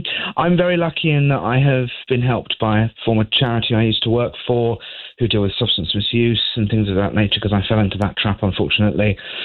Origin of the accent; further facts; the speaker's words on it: South West England, United Kingdom; now in Barking, United Kingdom; I actually grew up in Cornwall